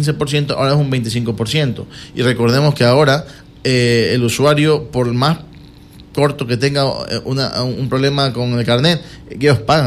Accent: Quevedo, Los Ríos, Ecuador; también somos de Quevedo

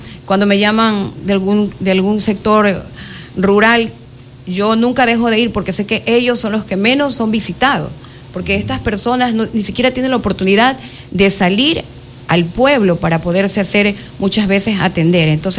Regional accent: Quevedo, Los Ríos, Ecuador; en Quevedo. Nací en Quevedo.

